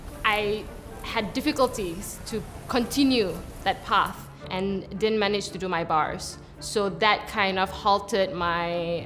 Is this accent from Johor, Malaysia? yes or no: no; Kuala Lumpur, Malaysia